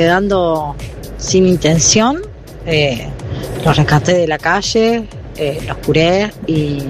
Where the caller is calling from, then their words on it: Castelar, Buenos Aires Province, Argentina; de Castelar.